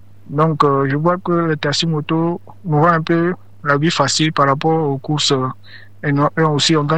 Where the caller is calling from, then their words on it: Abidjan, Côte d’Ivoire; je suis à Abidjan.